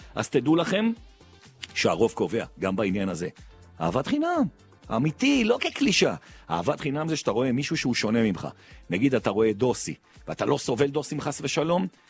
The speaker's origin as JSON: {"language": "Hebrew", "town": "Jerusalem", "region": "Jerusalem District", "country": "Israel", "tie": "born there", "said": "נולדתי בירושלים, ובעזרת השם אני אקבר בירושלים"}